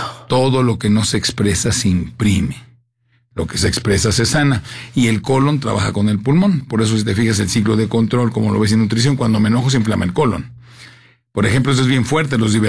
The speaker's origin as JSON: {"language": "Spanish", "town": "Tijuana", "region": "Baja California", "country": "Mexico", "tie": "born or raised there", "said": "Yo crecí en Tijuana."}